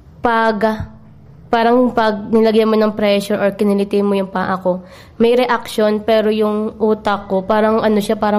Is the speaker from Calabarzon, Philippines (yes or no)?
yes; Lucban, Quezon, Calabarzon, Philippines; mula sa Lokman, Quezon, Barangay Ayuti.